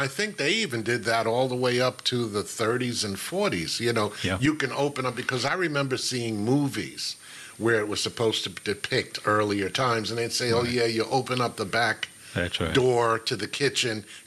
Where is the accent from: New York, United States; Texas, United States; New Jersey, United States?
New York, United States; I'm originally from New York.